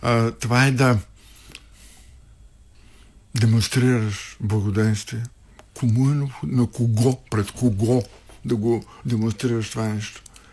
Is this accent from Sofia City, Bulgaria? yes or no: yes; Sofia, Sofia City, Bulgaria; аз съм софиянец, аз съм кореняк.